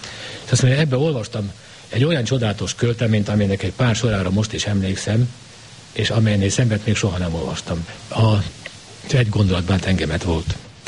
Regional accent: Hungary; Megtudta, hogy magyar vagyok

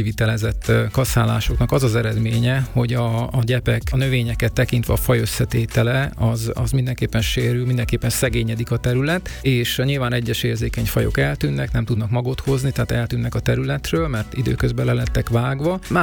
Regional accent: Debrecen, Hajdú-Bihar, Hungary; moved away; Én Debrecen egyik lakótelepén nőttem fel

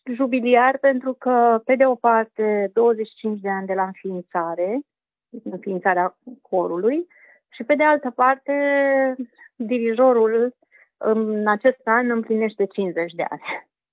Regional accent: Romania; moved away as an adult; now in Hungary; m-am simțit mândră că sunt și eu din România

